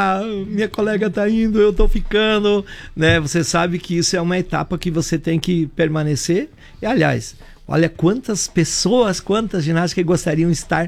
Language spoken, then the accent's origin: Portuguese; Nova Itaberaba, Santa Catarina, Brazil; born there; eu falo a minha história, porque eu nasci em Nova Itaberaba, fui estudar num colégio de freiras.